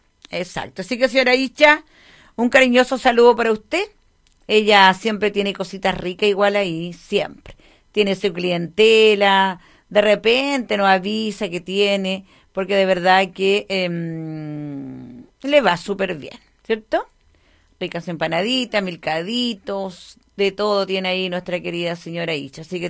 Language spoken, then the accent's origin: Spanish; Chile; Obviamente, como buen chileno, toda actividad tiene q